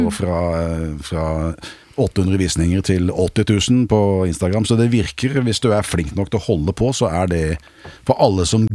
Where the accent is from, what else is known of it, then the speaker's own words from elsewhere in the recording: Nesodden, Akershus, Norway; eller jeg vokste opp på Nesodden, da, det derfor jeg sier inne i Oslobyen.